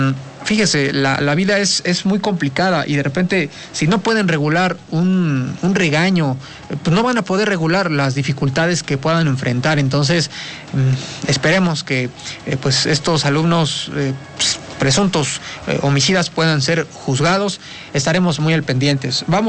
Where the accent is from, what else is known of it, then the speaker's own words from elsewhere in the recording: Mexico; Es lo que nos distingue como sociedad mexicana